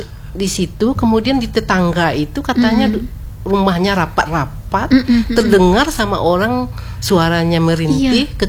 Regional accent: West Sumatra, Indonesia; Ya kita tahulah budaya kita Minang.

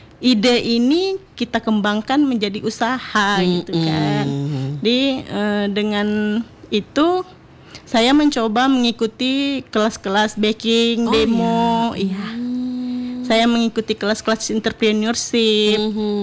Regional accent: Medan, North Sumatra, Indonesia; now in Pekanbaru, Indonesia; Saya berasal dari Medan, yaitu dari Kabupaten Batubara.

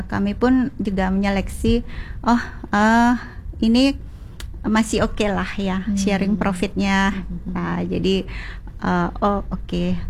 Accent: Denpasar, Bali, Indonesia; Tiang aslinya dari Sesetan, itu dekat dengan pantai ya.

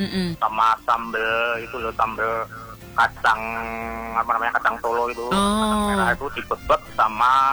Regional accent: Yogyakarta, Special Region of Yogyakarta, Indonesia; born there; sebagai warga Jogja

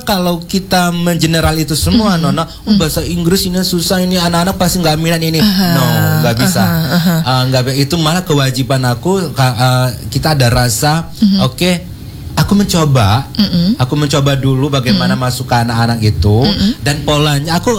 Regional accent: Lampung, Indonesia; Aku orang Lampung ya punya I have the dignity gitu. Ya, maksudnya itu hanya identitas yang aku lahirkan lahir di Lampung.

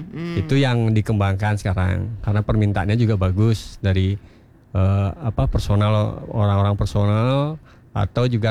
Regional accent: Petang, Bali, Indonesia; desa saya di Petang

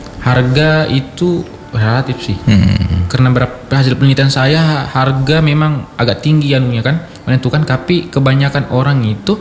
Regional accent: Malang, East Java, Indonesia; Kalau saya asli apa lahir di Malang Pak.

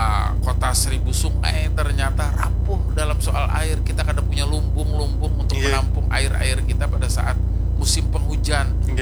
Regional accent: Kalimantan, Indonesia; asap ini karena ajab Tuhan kepada kita warga Kalimantan.

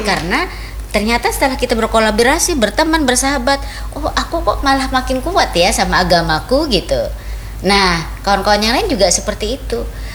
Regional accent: South Kalimantan, Indonesia; masyarakat kita orang Banjar

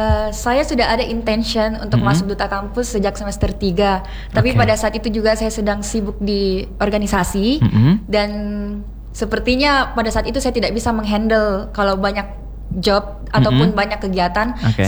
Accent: Makassar, South Sulawesi, Indonesia; born there; also born or lived in Bandung, West Java; Di Makassar itu mulai SD

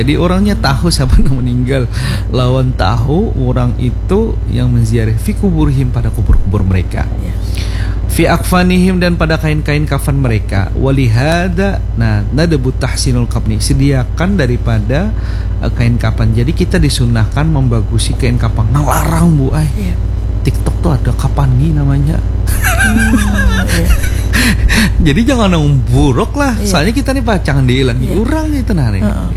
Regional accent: Banjar, South Kalimantan, Indonesia

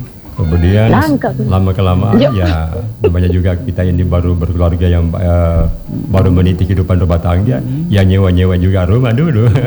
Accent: Sinjai, South Sulawesi, Indonesia; now in Makassar, Indonesia; kita ini juga sekarang merantau. Karena saya sendiri kan orang Sinjai

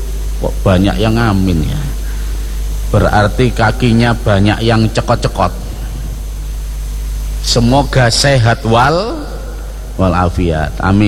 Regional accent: Surabaya, East Java, Indonesia; accent: East Javanese; Maka saya itu bisa keliling Indonesia itu karena logat saya yang ketahuan. Oh, ini orang Surabaya, ini logat Jawa Timuran.

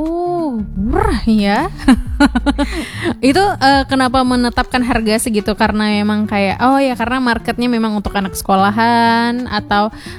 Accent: West Sumatra, Indonesia; Nah jadi mungkin ya namanya juga kita orang Minang ya

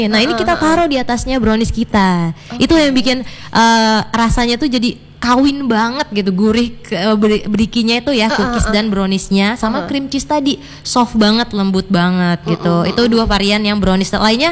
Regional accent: Medan, North Sumatra, Indonesia; moved away as an adult; now in Jakarta, Indonesia; kita tuh udah kurang lebih 14 tahun di Jakarta, tapi membranding diri kami ini orang Medan nih

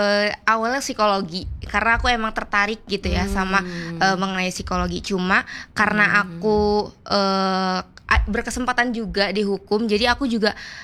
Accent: Bekasi, West Java, Indonesia; now in Bandung, Indonesia; Kalau aku kebetulan di sini merantau. Aku dari Bekasi.

